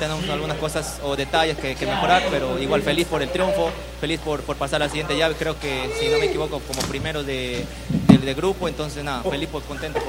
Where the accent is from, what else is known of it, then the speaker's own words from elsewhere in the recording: Barranquita, San Martín, Peru; also born or lived in Tarapoto; Yo nací en Tarapoto, pero siempre me he criado en Barranquita, por el Pón de Cainarachi. Soy de ahí y estoy muy orgulloso